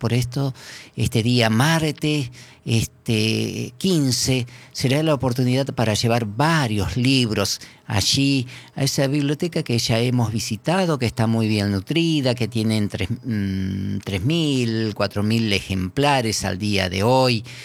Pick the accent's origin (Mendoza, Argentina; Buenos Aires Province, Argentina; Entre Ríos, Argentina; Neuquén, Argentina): Entre Ríos, Argentina; Paraná; nuestra ciudad de Paraná